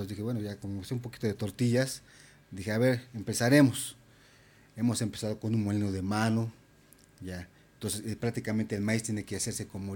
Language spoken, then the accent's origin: Spanish; Puebla, Mexico; now in La Paz, Bolivia; como soy mexicano de la Sierra Norte en Puebla